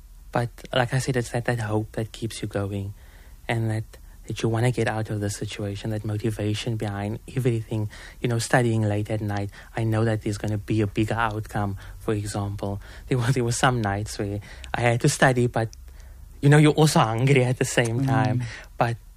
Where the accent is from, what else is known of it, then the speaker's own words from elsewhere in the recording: Cape Town, Western Cape, South Africa; growing up in Manenberg, growing with my granny